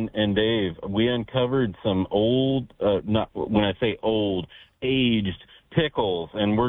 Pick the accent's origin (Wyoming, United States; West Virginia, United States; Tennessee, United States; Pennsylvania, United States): West Virginia, United States; Parkersburg; moved away; Parkersburg Brewing, you know, they're near and dear to my heart, being in my hometown